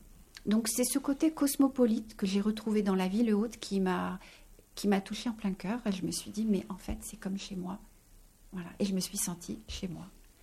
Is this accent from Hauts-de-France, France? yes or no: no; Paris, Île-de-France, France; Je suis parisienne d'origine et j'ai trouvé dans cette ville.